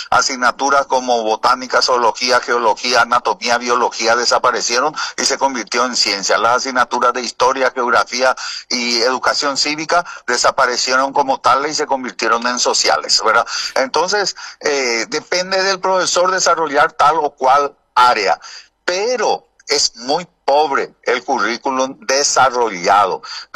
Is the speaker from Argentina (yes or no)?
no; Carapeguá, Paraguarí, Paraguay; mi valle carapegüeño